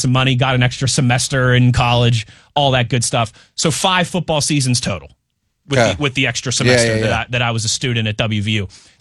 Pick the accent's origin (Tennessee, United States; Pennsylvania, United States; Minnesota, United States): Pennsylvania, United States; Pittsburgh